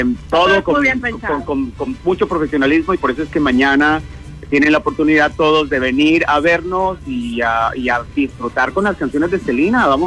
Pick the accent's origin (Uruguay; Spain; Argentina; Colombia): Colombia; yo soy de Colombia